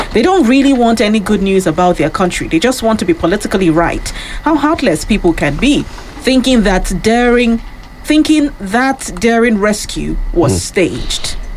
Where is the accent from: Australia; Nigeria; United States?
Nigeria; as a Nigerian